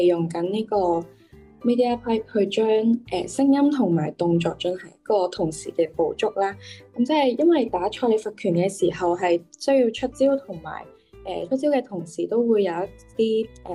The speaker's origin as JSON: {"language": "Cantonese", "country": "Hong Kong", "said": "我系嚟自香港嘅实习生"}